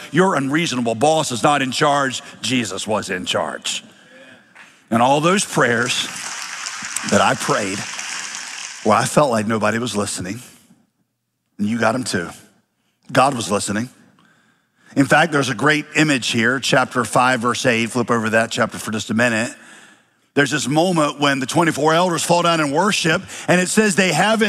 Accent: Winston-Salem, North Carolina, United States; I grew up in Winston-Salem. That was my home city. From the time I was two, went to college in Winston-Salem.

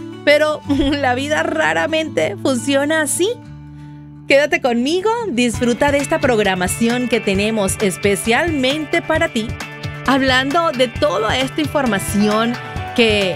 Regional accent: Venezuela; Y como saben, yo soy de Venezuela y me encanta cantar.

